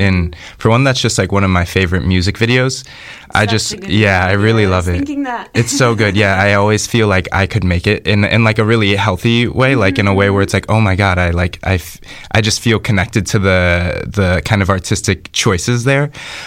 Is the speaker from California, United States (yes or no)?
no; Chicago, Illinois, United States; My partner lives in New York, so I go between the two. But yeah, I'm from Chicago.